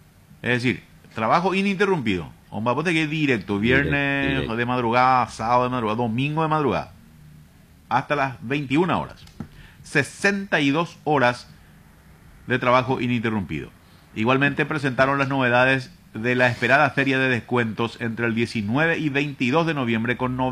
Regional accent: Paraguay; Yo soy paraguayo.

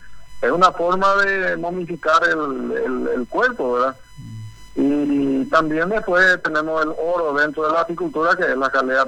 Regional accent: Paraguay; nosotros al menos que somos paraguayos

